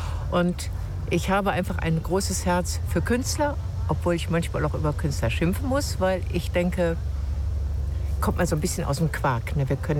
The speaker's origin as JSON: {"language": "German", "town": "Essen", "region": "North Rhine-Westphalia", "country": "Germany", "also_born_or_lived": "Munich", "moved": "yes", "said": "Ich komme aus Essen, habe aber lange in München gelebt"}